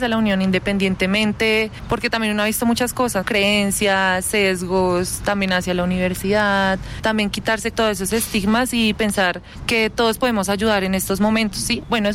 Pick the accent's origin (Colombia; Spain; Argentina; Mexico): Colombia; Todos somos colombianos, todos somos hermanos de este territorio.